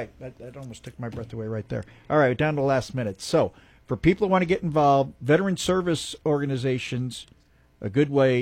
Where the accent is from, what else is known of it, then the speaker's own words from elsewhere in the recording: New Jersey, United States; I'm from New Jersey. So New Jersey, it was like, what's in it for me type of thing.